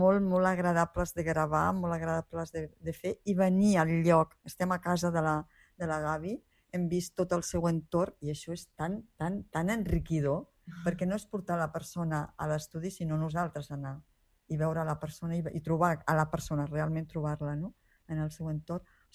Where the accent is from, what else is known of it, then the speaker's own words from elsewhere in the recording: Colombia; now in Argentina; No, a ver, yo estoy incluida también en el grupo de los argentinos, sí, pero yo soy colombiana, sí, sí, entonces sí, como ando con ellos